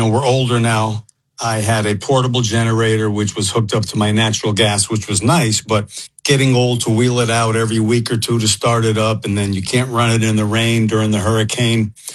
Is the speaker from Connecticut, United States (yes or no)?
yes; Stamford, Connecticut, United States; So there's a place from my hometown, Stamford, Connecticut, and they make very thin bar pies.